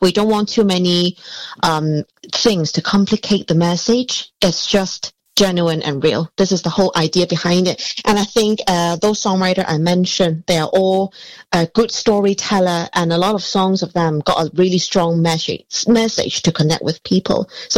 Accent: Hong Kong; moved away as an adult; now in Merseyside, United Kingdom; I'm originally from Hong Kong, and I moved here in the end of 2021. So about 4 or 5 years now.

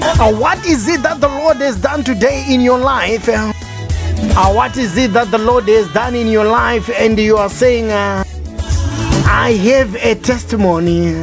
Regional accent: Cape Town, Western Cape, South Africa; Actually, I'm from South Africa. I'm from Cape Town.

